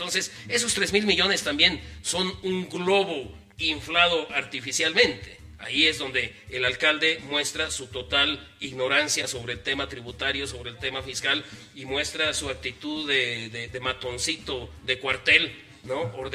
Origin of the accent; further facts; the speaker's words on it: La Paz, Bolivia; somos los paseños